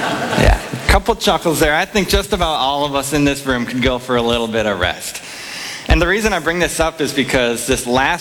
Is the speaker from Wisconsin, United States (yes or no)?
yes; Wausau, Wisconsin, United States; And so obviously we went to my hometown, Wausau.